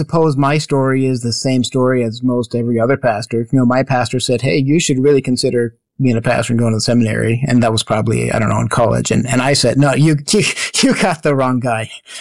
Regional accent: Hardin, Montana, United States; moved away as an adult; I grew up in Hardin, Montana, which is about 40 some miles or so east of Billings. So, yep, raised there my whole life. My parents still live in the house that I grew up in.

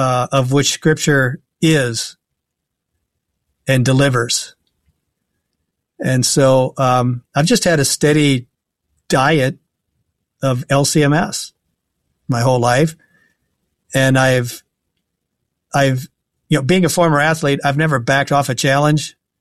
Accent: Iowa, United States; growing up in Western Iowa, you were majoritively either Lutheran or Roman Catholic.

